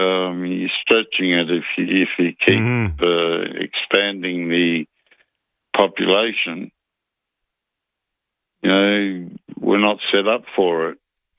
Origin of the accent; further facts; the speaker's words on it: Newcastle, New South Wales, Australia; born there; And does that make me second generation Australian? Because I was born in Newcastle, so...